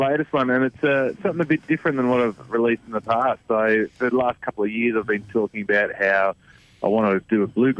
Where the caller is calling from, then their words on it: Melbourne, Victoria, Australia; Calling in from at home at the moment, mate, down in nice, chilly Melbourne.